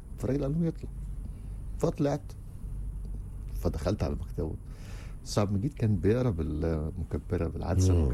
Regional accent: Mansoura, Dakahlia, Egypt; أنا من المنصورة

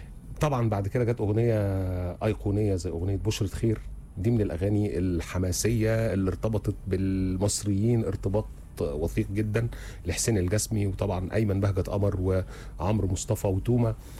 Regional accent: Egypt; غريب جدا عندنا إحنا كمصريين، إحنا شعب ذكي بيعرف يلقط الكلام اللي بيعبر عنه.

